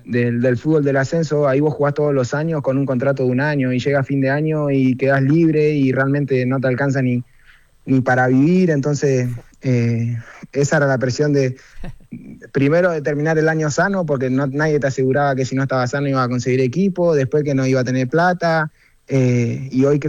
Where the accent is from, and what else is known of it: Carmen de Patagones, Buenos Aires Province, Argentina; now in Buenos Aires, Argentina